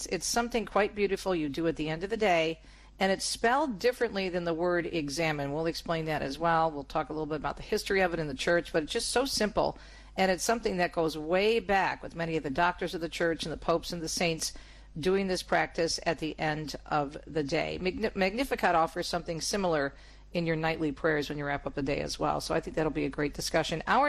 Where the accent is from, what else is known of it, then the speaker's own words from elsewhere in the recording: Detroit, Michigan, United States; portions of the Midwest, including my hometown of Metro Detroit